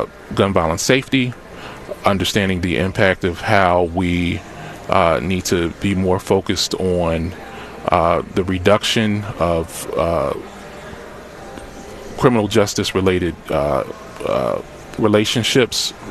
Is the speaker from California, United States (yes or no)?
no; Philadelphia, Pennsylvania, United States; I grew up in West Philly